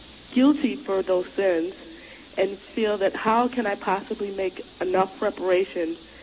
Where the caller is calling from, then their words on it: Illinois, United States